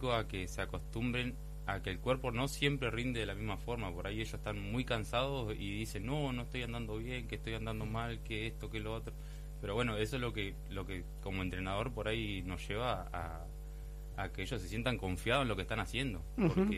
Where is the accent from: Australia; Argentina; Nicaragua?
Argentina; Allen, Río Negro; nosotros, somos de Allen.